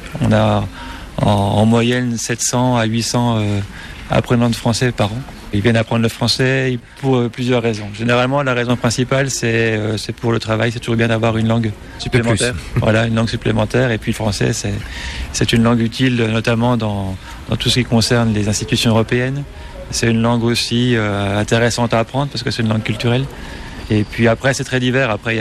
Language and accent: French; France; now in Vilnius, Lithuania; je suis français